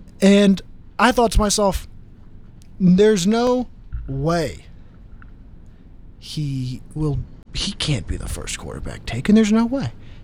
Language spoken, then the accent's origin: English; Hopewell, Virginia, United States; From my hometown. Shout out Hopewell, Virginia.